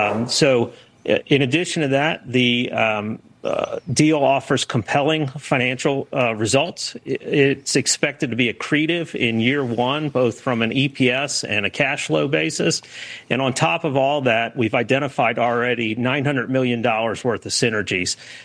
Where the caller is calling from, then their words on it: Canberra, Australian Capital Territory, Australia; You can see in the background, I'm joining you from Canberra, Australia.